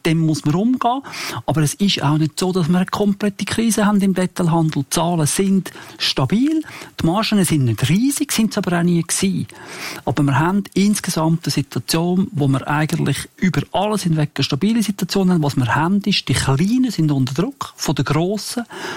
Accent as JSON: {"language": "German", "region": "Zurich", "country": "Switzerland", "tie": "born or raised there", "said": "Ich bin in Zürich aufgewachsen. Ich wohne immer noch in der Stadt."}